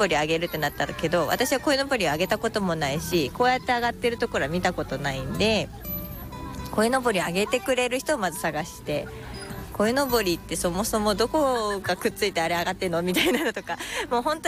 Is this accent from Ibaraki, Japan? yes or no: yes; Koga, Ibaraki, Japan; 私が古河生まれ古河育ちなんですけど、自分の育ってきた風景がどんどんなくなっちゃうのがすごい寂しくって、だったら、何か古河のために盛り上げられることができないかなって考えた時に